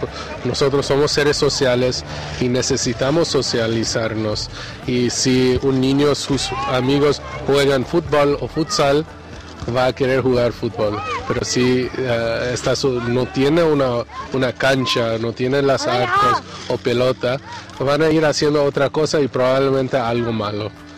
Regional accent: Canada; moved away as an adult; also born or lived in Toronto; now in Paraguay; Sí, soy de Canadá y estudié teología en Toronto, pero hace 10 años vivo en Paraguay

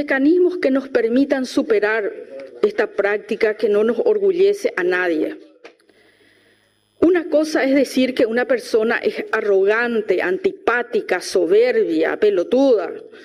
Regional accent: Paraguay; somos los paraguayos y paraguayas discriminativos.

